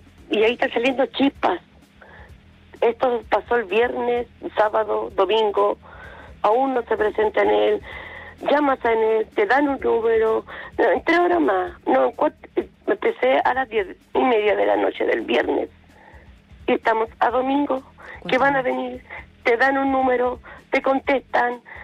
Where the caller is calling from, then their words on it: Maipú, Santiago Metropolitan Region, Chile; Mire, yo soy de Maipú